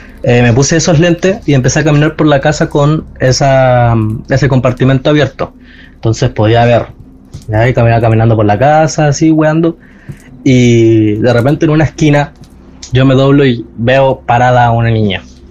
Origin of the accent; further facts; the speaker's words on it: Iquique, Tarapacá, Chile; Mi mamá no es de acá, de Chile. Nosotros somos de Iquique. Ella no es de acá.